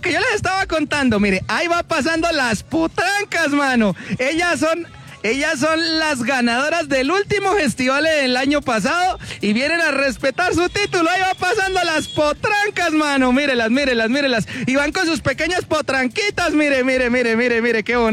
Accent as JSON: {"language": "Spanish", "town": "Jenesano", "region": "Boyacá", "country": "Colombia", "said": "el orgullo de ser de genesanense lo llevamos al mundo"}